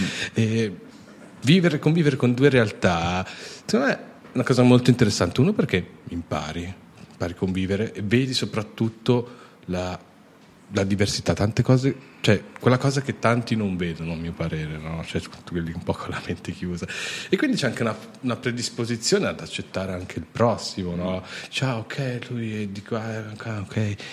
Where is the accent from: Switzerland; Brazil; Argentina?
Switzerland; Tanti ragazzi come me vivono in due identità, cioè sei nato e cresciuto in Svizzera, però a casa hai le tradizioni del tuo paese